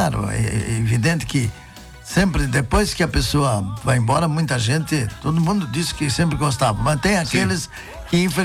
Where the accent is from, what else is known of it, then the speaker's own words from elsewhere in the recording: Santa Maria, Rio Grande do Sul, Brazil; Lá em Boca do Monte, eu sou filho da Boca do Monte. Isso. Aliás, eu sou do Campestre, na Boca do Monte, né?